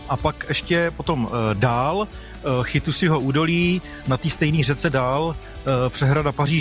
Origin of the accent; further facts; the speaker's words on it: Havlíčkův Brod, Vysočina Region, Czechia; born there; A přijeli jsme z Havlíčkova Brodu.